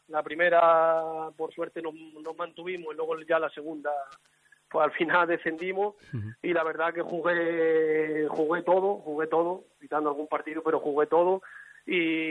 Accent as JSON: {"language": "Spanish", "town": "Quintana", "country": "Spain", "tie": "born or raised there", "said": "al final el pueblo te tira mucho y decidí volver a mi pueblo, a la regional, que conseguimos el ascenso ya hace unos añitos. Y la verdad que muy contento de ayudar a mi pueblo en todo lo que pueda."}